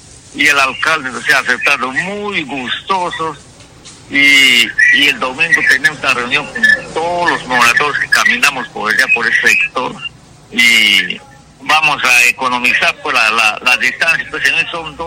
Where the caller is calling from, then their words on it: San Antonio del Río Mayo, San Martín, Peru; le estoy llamando de San Antonio del Río Mayo.